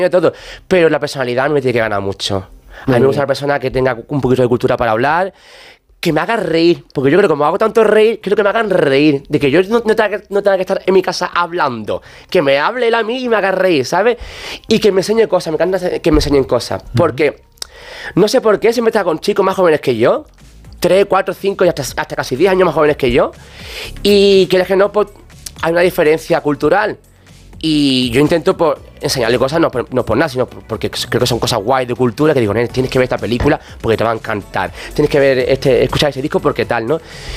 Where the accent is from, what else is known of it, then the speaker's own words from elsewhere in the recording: Andalusia, Spain; Yo soy súper ateo, yo el mundo de la Semana Santa no me gusta, siendo andaluz no me gusta.